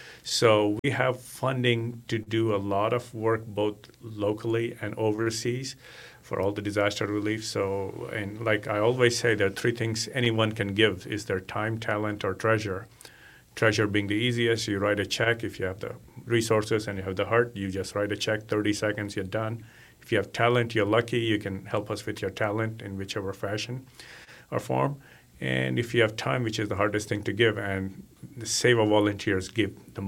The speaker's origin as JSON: {"language": "English", "country": "India", "tie": "born or raised there", "moved": "as an adult", "said": "I grew up in India and started volunteering when I was very young"}